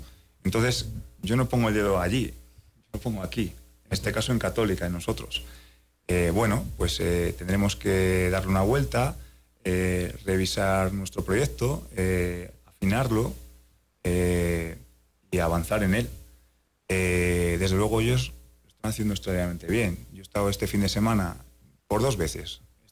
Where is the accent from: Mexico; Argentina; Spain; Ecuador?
Spain; León, Castile and León; now in Galicia, Spain; yo soy de León, pero bueno, vivo en Galicia, allí en España.